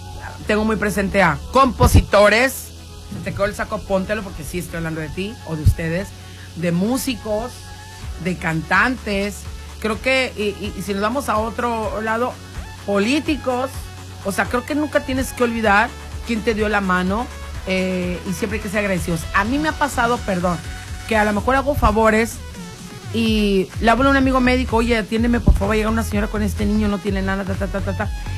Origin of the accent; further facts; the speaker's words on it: Sinaloa, Mexico; No, pero tú sabes que siendo sinaloenses también nos preparamos cuando estamos en la locución o en la conducción.